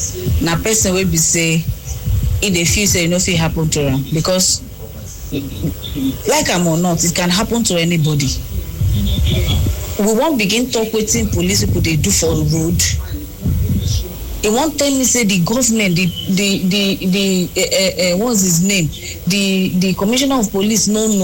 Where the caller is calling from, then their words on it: Port Harcourt, Rivers, Nigeria; I come from Port Harcourt.